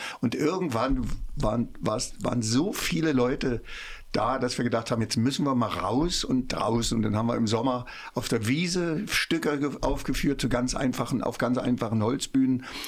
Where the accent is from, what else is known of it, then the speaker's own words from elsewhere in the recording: Magdeburg, Saxony-Anhalt, Germany; Das ist ein Roman, der spielt auch noch in Magdeburg, da wo ich groß geworden bin.